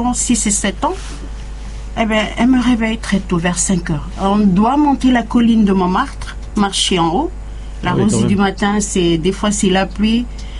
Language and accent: French; Vao, Malampa, Vanuatu; now in Port Vila, Vanuatu; Donc, je viens de Malicolo-sur-Vao.